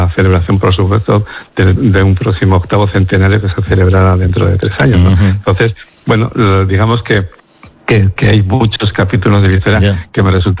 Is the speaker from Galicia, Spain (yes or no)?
no; Bilbao, Basque Country, Spain; also born or lived in Mexico; pues yo soy consciente de haber nacido en Bilbao con 5 años, ¿no? Porque, sí. Porque me considero un bilbaíno.